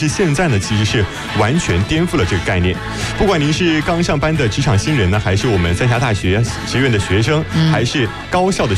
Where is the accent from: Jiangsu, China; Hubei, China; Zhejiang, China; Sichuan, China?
Hubei, China; Yichang